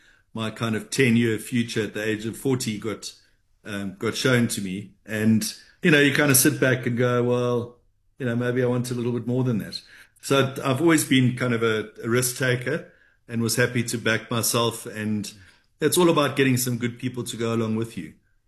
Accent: Durban, KwaZulu-Natal, South Africa; now in Johannesburg, South Africa; I grew up in Durban and, you know, the stock market's not really a big thing. But when I came up to Johannesburg

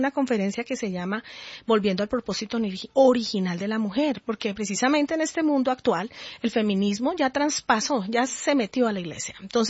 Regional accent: Colombia; soy una mujer colombiana

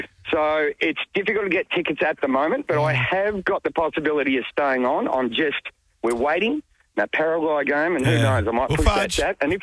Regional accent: Australia; now in Long Beach, United States; And as you can imagine, as Australian fans, right behind that goal, the referee was copping an earful.

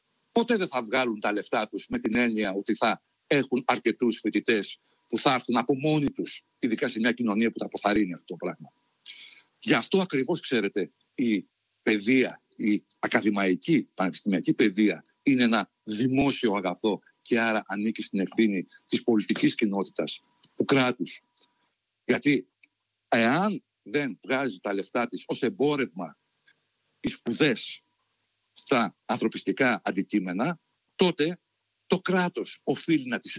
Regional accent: Greece; moved away as an adult; now in Australia; είμαι ένας Έλληνας πολίτης που φιλοξενείται στην Αυστραλία και περνάει μεγάλο μέρος του χρόνου του εδώ με Έλληνες της Αυστραλίας

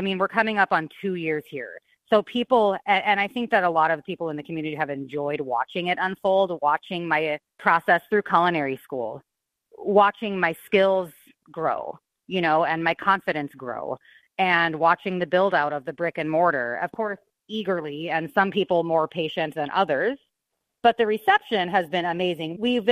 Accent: California, United States; That's something that I grew up drinking in Southern California.

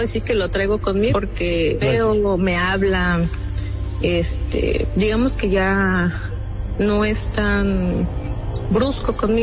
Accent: Papantla, Veracruz, Mexico

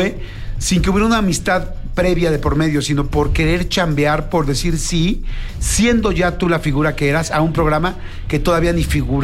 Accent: Mexico City, Mexico; Porque Adal es de Monterrey, yo soy de la Ciudad de México, y en Puebla nos dieron chance.

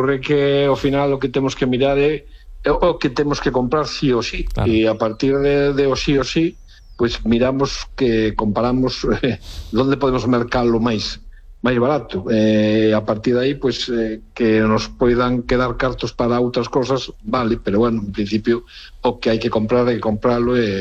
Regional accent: Lugo, Galicia, Spain

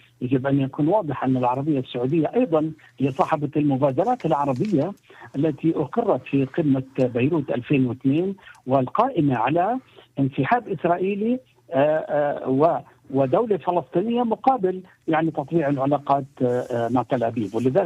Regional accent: Jordan; وأنا مواطن أردني

